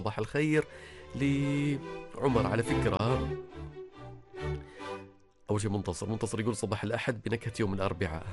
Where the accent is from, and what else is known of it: Oman